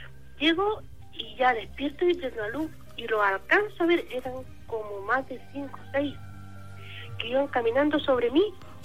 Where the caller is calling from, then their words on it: Los Ángeles, Biobío, Chile; Estoy llamando de Los Ángeles, a la región.